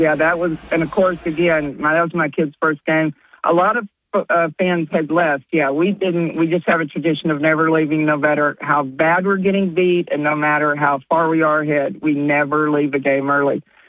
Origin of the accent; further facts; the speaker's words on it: Arkansas, United States; Well, I grew up in Arkansas, but we moved to Tennessee for a short time.